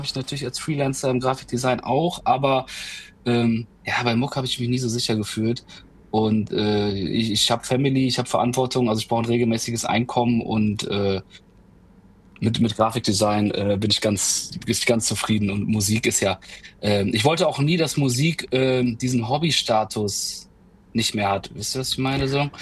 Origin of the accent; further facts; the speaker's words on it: Hörstel, North Rhine-Westphalia, Germany; born there; moved away as an adult; now in Osnabrück, Germany; ich komme ursprünglich aus Hörste. Das ist ein kleines Dorf in Kreis Steinfurt in NRW. Und genau, da komme ich ursprünglich her. Ich bin vor 19 Jahren nach Osnabrück gezogen.